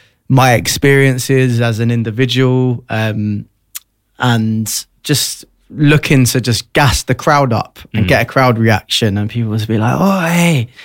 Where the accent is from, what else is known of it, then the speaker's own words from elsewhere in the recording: London, United Kingdom; Look, I'm not going to go into specifics, but yeah, I grew up in East London. I'm very well spoken now because of radio